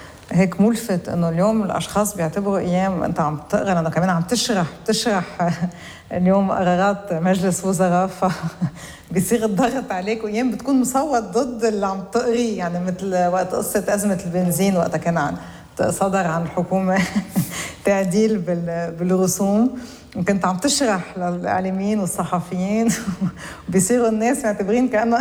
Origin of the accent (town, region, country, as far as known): Lebanon